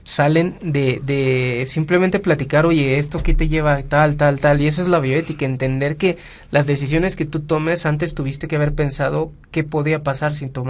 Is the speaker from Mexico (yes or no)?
yes; Mexico; Ya soy mexicano, entonces puedo contaminar mi